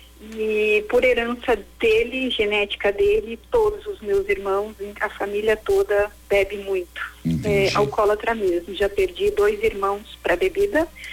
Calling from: Porto Alegre, Rio Grande do Sul, Brazil; De Porto Alegre, Rio Grande do Sul.

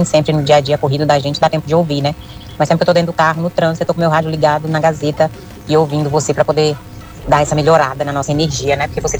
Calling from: Minas Gerais, Brazil; eu também sou mineira, viu? Norte de Minas.

